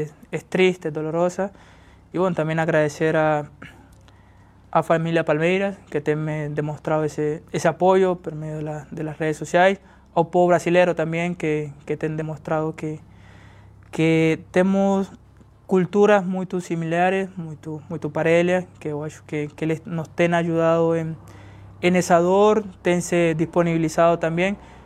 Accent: Colombia; moved away; porque ellos son mi familia, mi país, mi patria

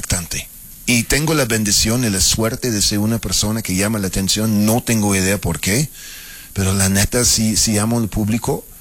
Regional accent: Mexico City, Mexico; Soy chilango con acento, pues yo qué hago, ¿no?

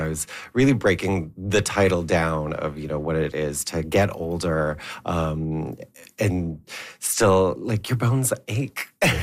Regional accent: Hay River, Northwest Territories, Canada; moved away; I'm originally from Hay River in the Northwest Territories, where there are no art galleries. There's no fine art printing facilities.

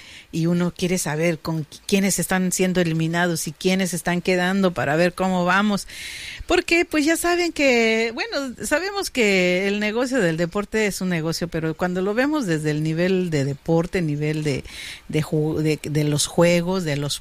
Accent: Mixteca, Mexico; nuestra región mixteca

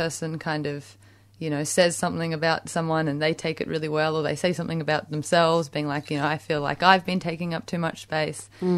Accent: Australia; I feel like in Australia we just want to pretend like we've always been here

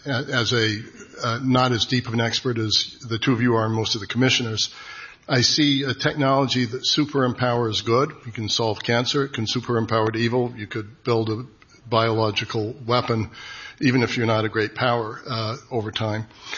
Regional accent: Utah, United States; I'm from Utah, not really usually the hotbed of international dissent

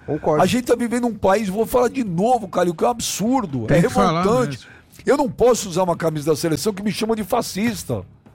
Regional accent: Brazil; born there; Gente, eu nasci no Brasil.

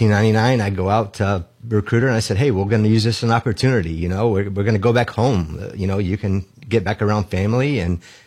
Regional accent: South Carolina, United States; moved away as an adult; also born or lived in Wausau, Wisconsin; now in Florida, United States; Born and raised in South Carolina, I'm a farm kid by nature

